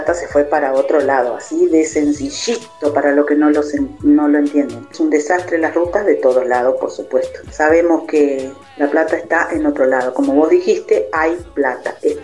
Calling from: Entre Ríos, Argentina; soy de Entre Ríos

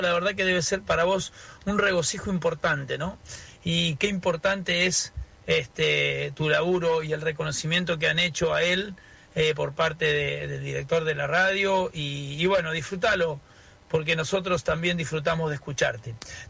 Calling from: Pehuajó, Buenos Aires Province, Argentina; de Pehuajó

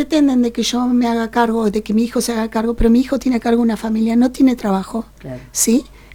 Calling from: Neuquén, Argentina; yo vivo en Neuquén.

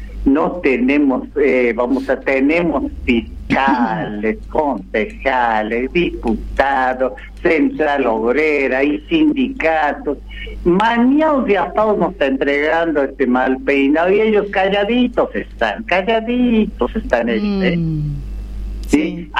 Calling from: Lomas de Zamora, Buenos Aires Province, Argentina; de Lomas de Zamora.

